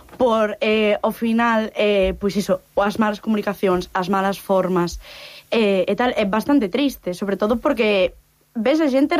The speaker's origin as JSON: {"language": "Galician", "region": "Galicia", "country": "Spain", "said": "A ver, eu non son desta cidade, vale? Eu son do Barbanza, así que certo que eu de fútbol cero."}